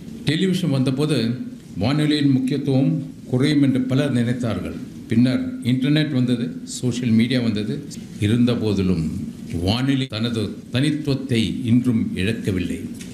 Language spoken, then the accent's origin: Tamil; Gudalur, Tamil Nadu, India; born there; 1953 நான் பிறந்தேன். ஊட்டி பக்கத்து கூடலூர் என்ற கிராமத்தில்